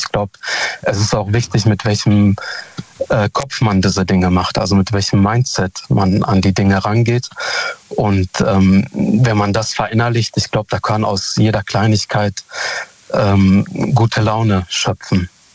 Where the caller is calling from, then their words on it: Hamm, North Rhine-Westphalia, Germany; Hallo Daniel, hier ist … ich komme aus Hamm.